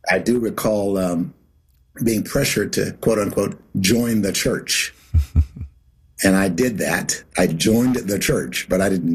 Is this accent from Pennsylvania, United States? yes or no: yes; Pittsburgh, Pennsylvania, United States; Well, it all began back in Pennsylvania. I grew up in Pittsburgh. My parents were from Mississippi.